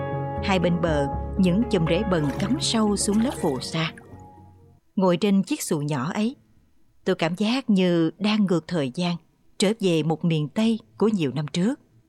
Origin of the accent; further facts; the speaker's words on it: Mekong Delta, Vietnam; Tôi không sinh ra ở Nam Bộ, nhưng tuổi thơ của tôi lại lớn lên ở nơi đây. Và cũng như nhiều đứa trẻ miền Tây ngày ấy, tuổi thơ của tôi gắn với những dòng sông nhiều hơn những con đường.